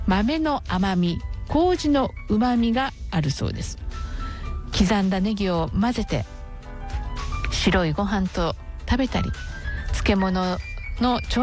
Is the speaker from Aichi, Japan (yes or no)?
yes; Okazaki, Aichi, Japan; born there; 私はあの矢作中学校出身なので、